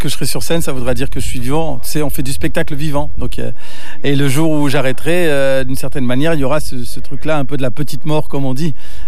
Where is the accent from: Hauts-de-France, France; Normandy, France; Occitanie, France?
Hauts-de-France, France; Roubaix; Parce que moi je suis né, j'ai grandi à Roubaix. Donc Roubaix, c'est une ville industrielle, une ancienne ville industrielle, qui a connu la crise industrielle dans les années 70, qui est devenue une ville très très pauvre, avec beaucoup de précarité, avec beaucoup de problèmes